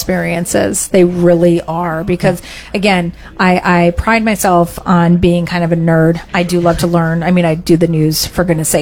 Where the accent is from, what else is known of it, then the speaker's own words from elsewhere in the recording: Stamford, Connecticut, United States; so born and raised in Stamford